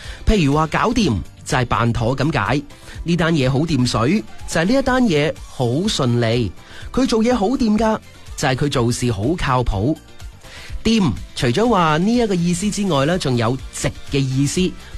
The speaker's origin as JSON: {"language": "Cantonese", "region": "Guangdong", "country": "China", "said": "呢度呢就要赞下我哋广府人嘅小聪明啦"}